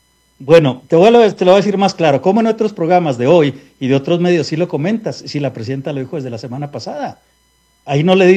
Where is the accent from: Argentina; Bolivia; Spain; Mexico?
Mexico; now in United States; pues vivimos acá, pero somos gente de México